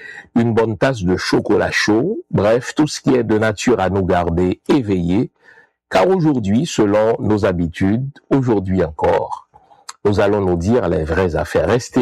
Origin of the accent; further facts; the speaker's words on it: Haiti; C'est cruel, bien sûr que c'est cruel. Je suis humain, je suis haïtien.